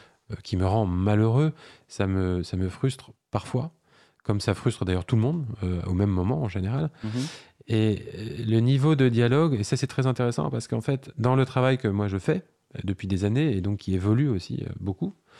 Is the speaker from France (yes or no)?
no; Cairo, Cairo Governorate, Egypt; moved away; j'ai passé mon enfance au Caire